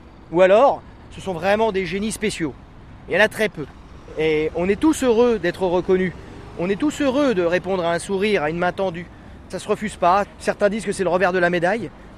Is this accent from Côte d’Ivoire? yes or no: no; western France, France; moved away; Moi j'ai grandi dans l'Ouest, donc j'étais un peu plus loin que les Messins.